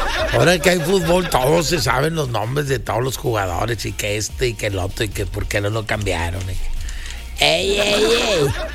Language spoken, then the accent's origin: Spanish; Monterrey, Nuevo León, Mexico; somos regios. Somos mexicanos, pero somos regios.